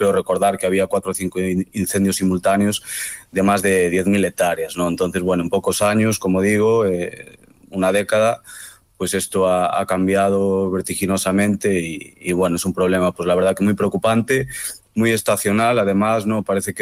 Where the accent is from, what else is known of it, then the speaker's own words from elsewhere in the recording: Ourense, Galicia, Spain; desde que yo me inicio como fotoperiodista en mi tierra, en Ourense, en Galicia.